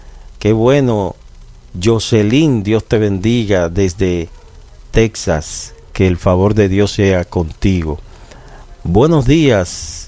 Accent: Samaná, Dominican Republic; La tierra que me vio nacer. Samaná. Samaná es mi pueblo natal.

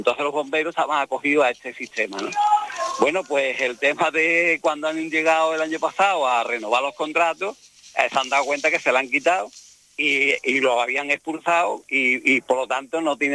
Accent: Dos Hermanas, Andalusia, Spain; en Dos Hermanas, en mi tierra

